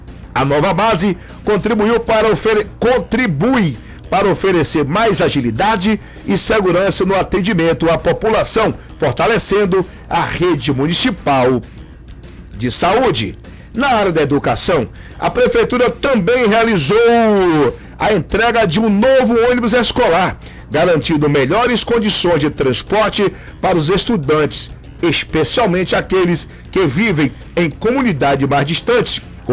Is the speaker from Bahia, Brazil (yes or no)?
yes; Bahia, Brazil; lá da minha cidade, São João do Paraíso